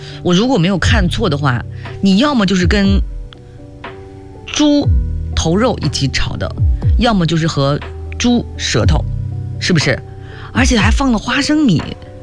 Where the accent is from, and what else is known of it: Northeast China, China